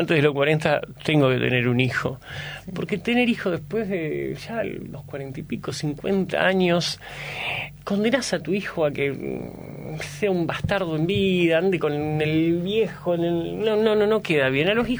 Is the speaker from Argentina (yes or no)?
yes; Argentina; ¿Acá somos todos argentinos?